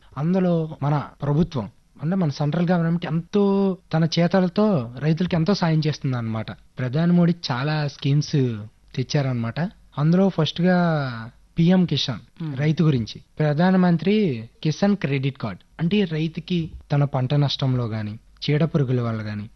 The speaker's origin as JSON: {"language": "Telugu", "area": "Srikakulam", "region": "Andhra Pradesh", "country": "India", "tie": "born or raised there", "said": "శ్రీకాకుళం ఏం సింగపురం అనే గ్రామం మాది."}